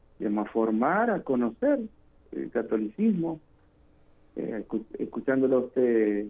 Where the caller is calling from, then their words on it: Argentina; Soy argentino, viviendo en la parte norte de la Argentina, una provincia que se llama El Chaco.